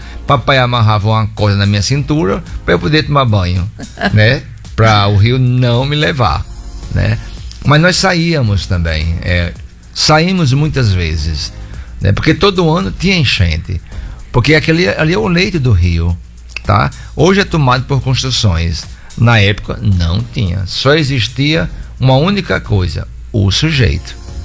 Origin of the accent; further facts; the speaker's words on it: Mossoró, Rio Grande do Norte, Brazil; Eu sou moçoroense. Meu pai é cearense, minha mãe é paraibana. Moravam num sítio na Paraíba.